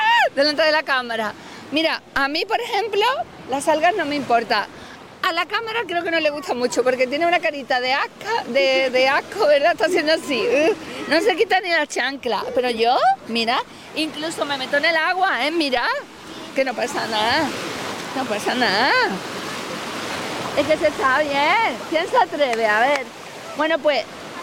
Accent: Seville, Andalusia, Spain; Y aunque nosotras vengamos de Sevilla, ¿verdad? Adoramos Cádiz

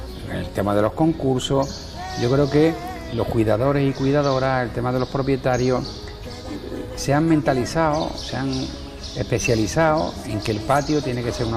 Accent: Córdoba province, Andalusia, Spain; nuestra manera de ser como andaluces y como cordobeses y cordobesas, ¿no?

